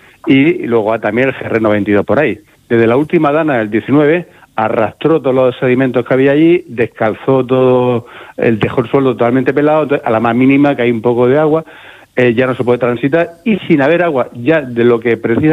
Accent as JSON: {"language": "Spanish", "town": "La Manga del Mar Menor", "region": "Region of Murcia", "country": "Spain", "said": "somos de La Manga"}